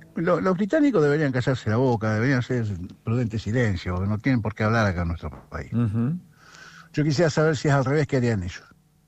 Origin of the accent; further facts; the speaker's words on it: Argentina; Nosotros somos Argentina, lo demostramos en todos lados.